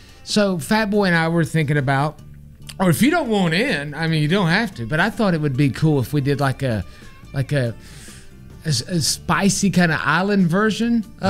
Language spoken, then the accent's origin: English; Texas, United States; I'm we from Texas.